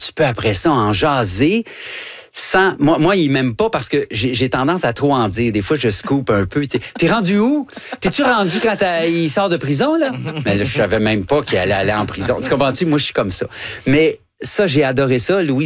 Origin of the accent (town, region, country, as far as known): Guadeloupe; born or raised there